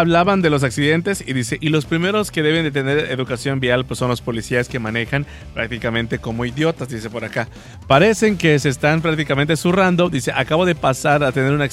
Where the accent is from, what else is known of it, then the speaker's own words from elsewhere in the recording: Yucatán, Mexico; yo soy yucateco y pues obviamente hay que decir las cosas como son